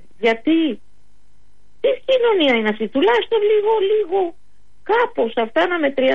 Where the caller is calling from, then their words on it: Attica, Greece; Επειδή είμαι στις παρυφές του ημιτού. Και το έχω ζήσει και εγώ, όχι λόγω της δουλειάς μου, λόγω της κατοικίας μου.